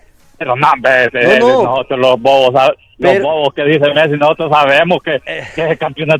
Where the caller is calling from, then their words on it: Tegucigalpa, Francisco Morazán, Honduras; Aquí en Tegucigalpa.